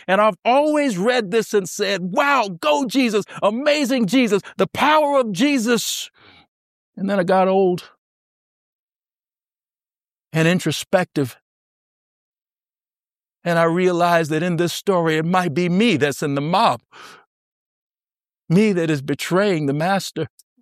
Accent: the South, United States; And, you know, I'm from the South

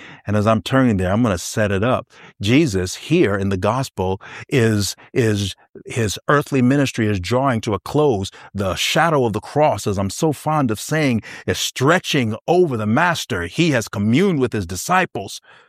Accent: the South, United States; And, you know, I'm from the South

